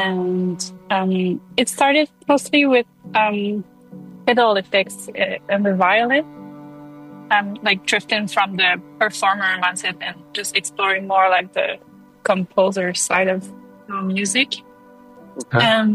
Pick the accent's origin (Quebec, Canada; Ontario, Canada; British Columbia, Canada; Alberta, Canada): Quebec, Canada; Montreal; I'm from Montreal, Canada, and I started learning music at 5 or 6.